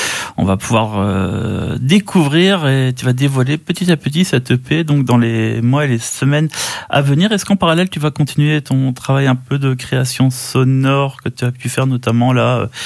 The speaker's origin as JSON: {"language": "French", "town": "Carantec", "region": "Brittany", "country": "France", "also_born_or_lived": "Morlaix", "said": "je suis de Carantec, je suis né à Carantec."}